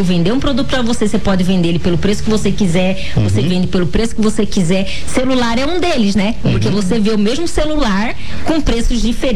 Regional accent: Corumbá, Mato Grosso do Sul, Brazil; born there; eu sou corumbaense

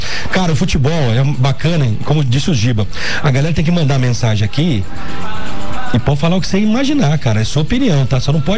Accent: Paraná, Brazil; now in Mato Grosso do Sul, Brazil; sou paranaense, moro aqui no Mato Grosso do Sul há 30 anos, né?

